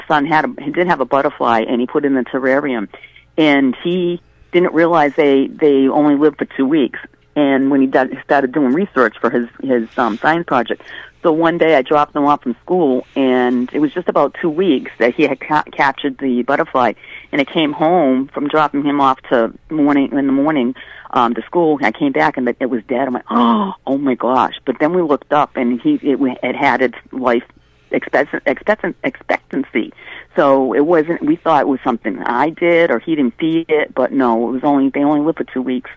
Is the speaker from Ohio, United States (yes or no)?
no; Webster, Massachusetts, United States; born there; I am from Webster, and originally from Webster, and … is from Dudley.